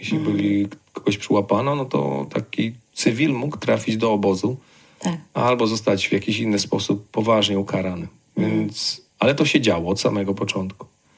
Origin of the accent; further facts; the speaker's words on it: Oświęcim, Lesser Poland, Poland; moved away as an adult; now in Ireland; ja urodziłem się w Oświęcimiu.